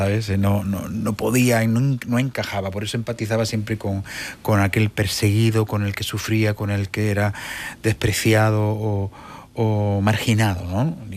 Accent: Badalona, Catalonia, Spain; Federico estuvo en mi tierra, ¿no?

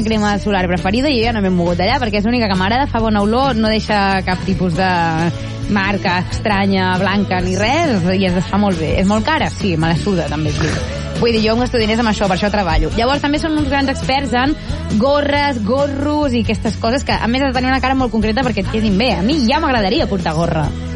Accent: Blanes, Catalonia, Spain; soc de Blanes. Llavors, tota la meva adolescència l'he viscut a la platja

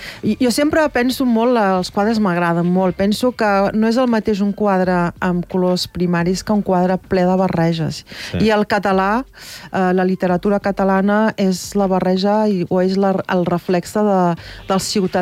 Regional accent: Catalonia, Spain; I jo crec que com a catalans hauríem de deixar de preguntar-nos el per què escrius en català.

